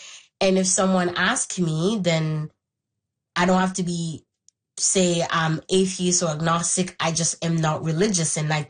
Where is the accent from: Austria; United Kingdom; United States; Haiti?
Haiti; born or raised there; first language Haitian Creole; English is a second language